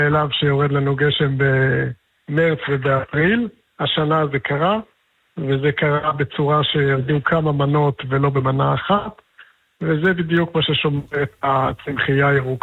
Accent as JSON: {"language": "Hebrew", "town": "Mishmar HaEmek", "region": "Northern District", "country": "Israel", "tie": "born or raised there", "said": "ובתור מי שגדל לא בכפר בילו אלא במקרה דווקא במשמר העמק, במקור אני ממשמר העמק … ממשמר העמק."}